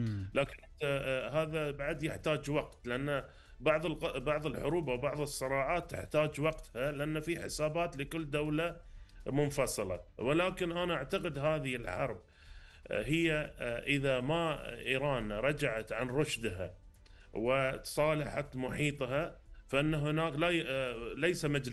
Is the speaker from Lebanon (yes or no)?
no; Qatar